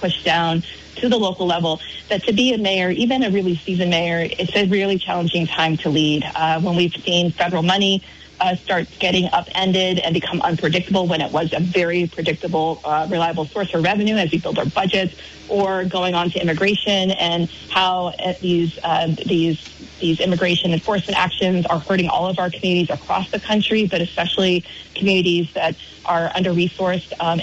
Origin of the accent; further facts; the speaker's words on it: Barre, Vermont, United States; How people talked about Burlington, especially local Vermonters, and I grew up in Barrie, and I say Barrie in particular because Barrie has also had a reputation.